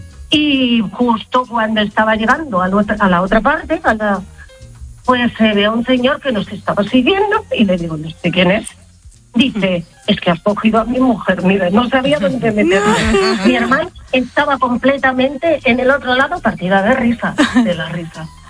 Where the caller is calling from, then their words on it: Ibiza, Balearic Islands, Spain; Pues yo vivo en Ibiza y de vez en cuando voy a visitar a mi hermana Mallorca.